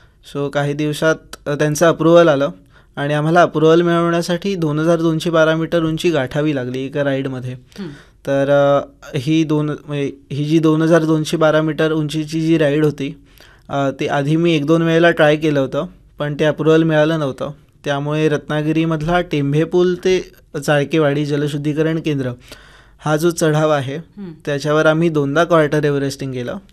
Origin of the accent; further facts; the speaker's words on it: Ganpatipule, Maharashtra, India; मी गणपतीपुळ्याचा आहे